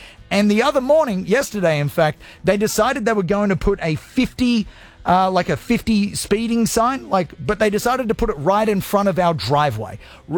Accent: Gold Coast, Queensland, Australia; I grew up in Australia. I grew up in Queensland. Idiot. Of course, that's where it is. But I actually grew up on the Gold Coast. And currently I'm staying with my parents on the Gold Coast in a little town called Helensvale.

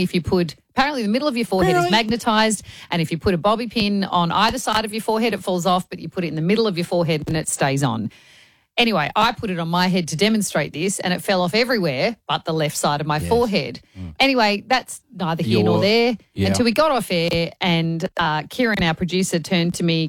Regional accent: Western Australia, Australia; also born or lived in Adelaide; I was born in Adelaide, grew up on the west coast of Australia, but I went to visit Colorado.

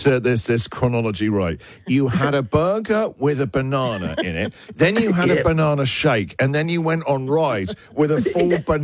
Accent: Australia; Yeah, as Australian, you don't need to worry too much about spellings.

